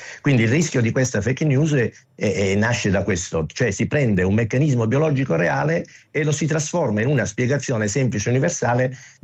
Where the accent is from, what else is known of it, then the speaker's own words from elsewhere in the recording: Rome, Lazio, Italy; io sono romano, come diceva lei giustamente, vivo tra Roma e Catania dove lavoro